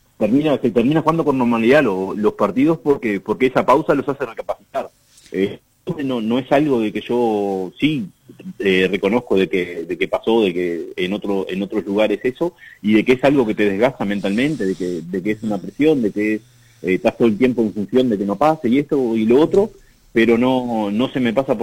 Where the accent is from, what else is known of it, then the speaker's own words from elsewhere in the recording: Minas de Corrales, Rivera, Uruguay; Yo soy de Mina de Corrales